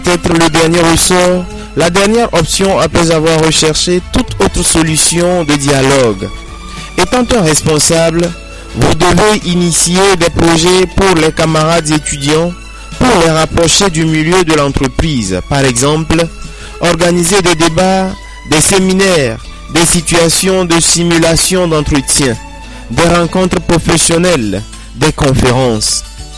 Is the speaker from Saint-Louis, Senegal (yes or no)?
no; Dakar, Senegal; moved away as an adult; now in France; Je suis sénégalaise d'origine algérienne. J'ai effectué toute ma scolarité à Dakar.